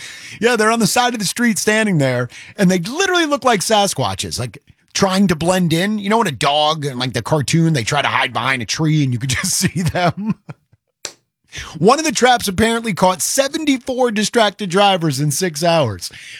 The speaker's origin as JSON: {"language": "English", "region": "New Jersey", "country": "United States", "tie": "born or raised there", "moved": "yes", "said": "in my home state of New Jersey"}